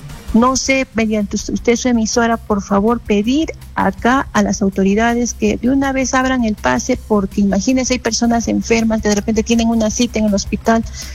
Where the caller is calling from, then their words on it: Casapalca, Lima, Peru; de Casapalca.